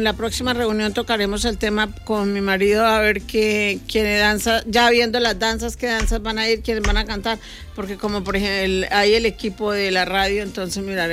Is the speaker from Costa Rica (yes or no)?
no; Colombia; Como saben que soy colombiana